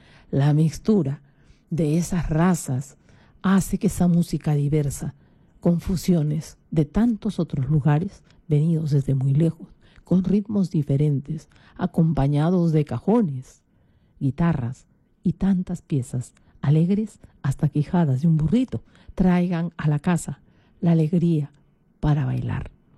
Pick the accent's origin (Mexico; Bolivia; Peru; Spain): Peru